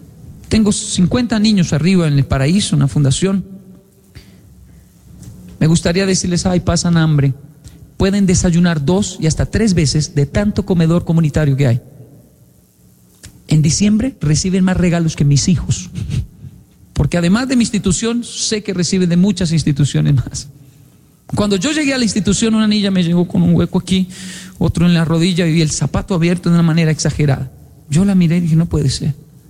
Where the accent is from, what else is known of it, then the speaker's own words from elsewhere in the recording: Bogotá, Colombia; yo soy de Ciudad Bolívar.